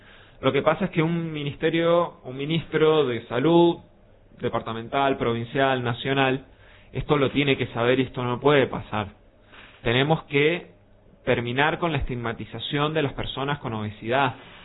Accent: Argentina

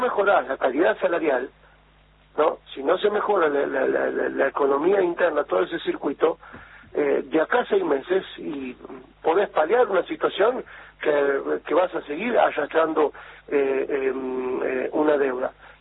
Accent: La Rioja, Argentina; Por eso mismo, porque no tenemos los riojanos, hablo como riojano, digamos, por eso digo no tenemos

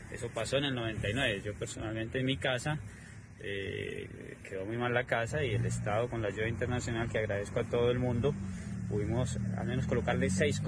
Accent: Armenia, Quindío, Colombia; moved away

